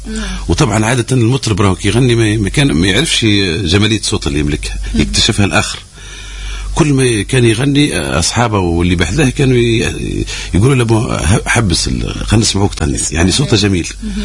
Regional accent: Tunisia; الأسلوب اللي موجود عندنا في جنوبنا الشرقي،

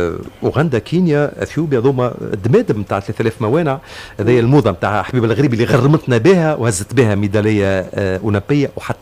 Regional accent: Tunisia; راني معناتها موظف في الاذاعه التونسيه وافتخر وراني تونسي وافتخر

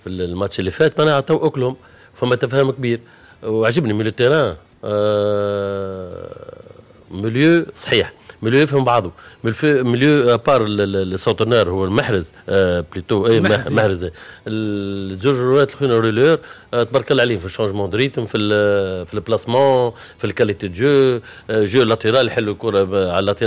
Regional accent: Tunisia; احنا كل توانسة مولود في تونس مولود خارج تونس الكل تونسي

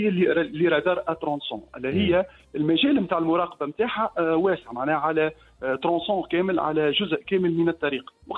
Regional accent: Tunisia; احنا الرادار اللي موجود عندنا في تونس

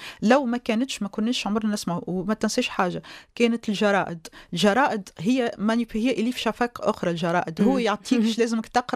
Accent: Tunisia; احنا تونس رانا 12 مليون

